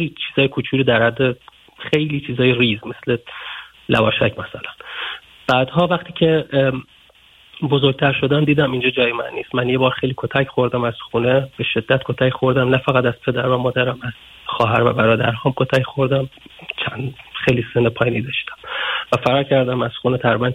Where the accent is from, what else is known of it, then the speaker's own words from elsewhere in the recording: Iran; من توی شهرستان خیلی کوچیک توی ایران به دنیا آمدم، و این توی خانواده بسیار بسیار فقیر و با شرط خیلی سخت زندگی می کردیم